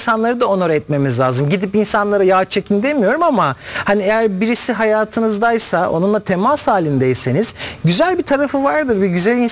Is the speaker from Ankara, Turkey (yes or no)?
yes; Bala, Ankara, Turkey; Ben Ankara Bayla'lıyım. Ankara Bayla'dan diyorum bir Kenan çıkmış diyorum, bir Beyhan çıkmış.